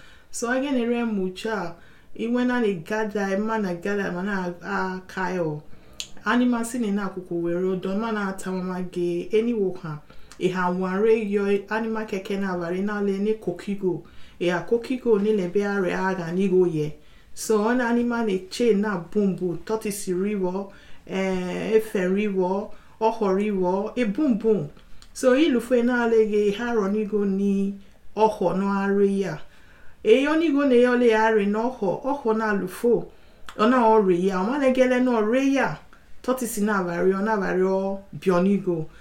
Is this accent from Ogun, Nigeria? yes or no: no; Edo, Nigeria; moved away; I could say my local language, I'm from Edo State in Nigeria